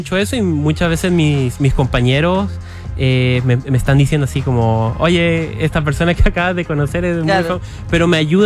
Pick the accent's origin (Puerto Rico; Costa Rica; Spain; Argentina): Costa Rica; moved away as an adult; also born or lived in Chile; yo nací en Chile. Ajá. Pero yo viví toda mi vida en Costa Rica.